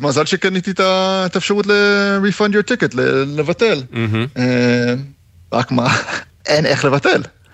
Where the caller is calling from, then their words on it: Berlin, Germany; אנחנו גרים בברלין, כרגע אני בקולורדו